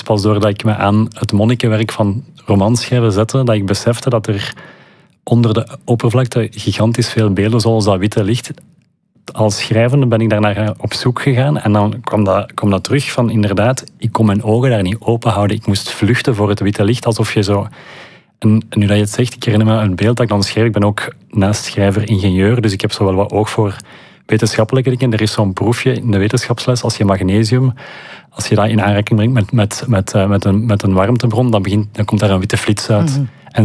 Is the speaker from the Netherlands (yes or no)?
no; Leuven, Flemish Brabant, Belgium; Ik kom uit Leuven. Ik woonde in Leuven. We zijn terug in de buurt van Leuven komen wonen. Ik zie die stad graag.